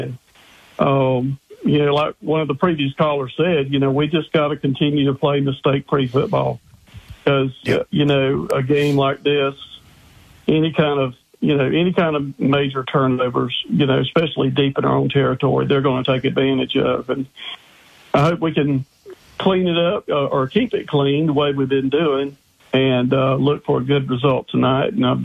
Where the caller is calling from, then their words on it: Juliette, Georgia, United States; Down in Juliet, Georgia.